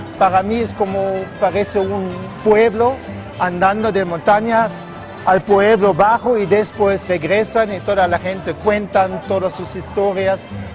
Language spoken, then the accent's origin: Spanish; Germany; Nosotros somos de Alemania